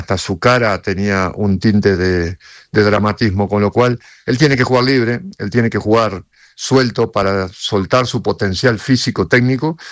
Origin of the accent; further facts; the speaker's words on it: Uruguay; Nosotros, como uruguayos, sabemos que el público uruguayo es un público muy crítico